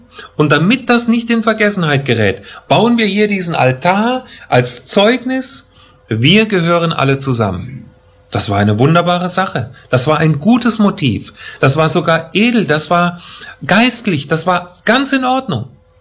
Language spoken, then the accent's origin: German; Germany; wir als Deutsche.